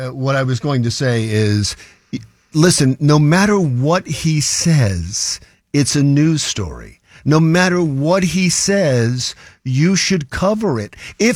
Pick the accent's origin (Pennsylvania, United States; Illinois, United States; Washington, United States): Pennsylvania, United States; Philadelphia; But listen, I grew up in Philadelphia. They cheat on elections all the time.